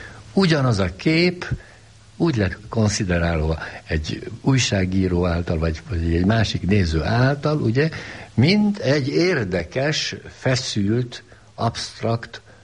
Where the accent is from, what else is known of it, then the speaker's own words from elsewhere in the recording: Hungary; born there; A tény, ugye, hogy Magyarországon születtem, hogy magyar szüleim voltak